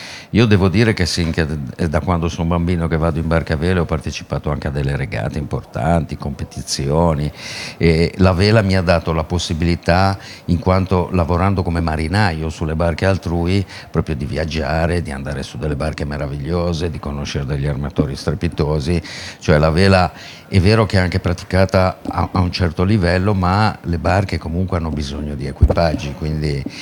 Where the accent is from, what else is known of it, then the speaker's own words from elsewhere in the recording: Liguria, Italy; siamo liguri